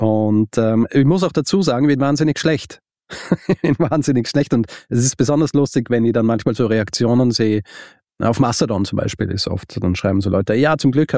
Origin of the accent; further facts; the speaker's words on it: Austria; Genau, kein Radio, und ich bin Österreicher